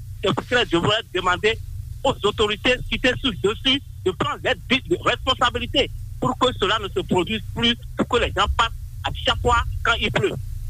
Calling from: Cotonou, Littoral, Benin; depuis les enclaves de Cotonou, les cheminots.

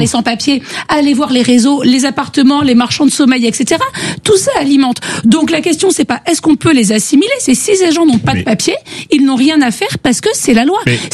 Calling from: Montpellier, Occitanie, France; Je suis à Montpellier.

